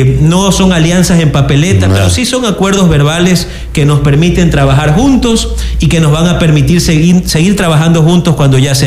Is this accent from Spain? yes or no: no; José Luis Tamayo, Santa Elena, Ecuador; yo crecí en la entrada a Muey. Crecí frente al Colegio Técnico Muey, donde ahora está el Taurus, el Pica. Allí fue mi lugar donde yo viví toda mi vida. Y ahora vivo en Costa de Oro, y Costa de Oro pertenece a José Luis Tamayo.